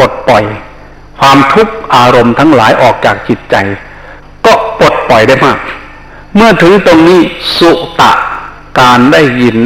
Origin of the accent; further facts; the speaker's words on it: Isan, Thailand; อีสานบ้านเรานี่นะขอพูดภาษาลาวสักครั้งหนึ่ง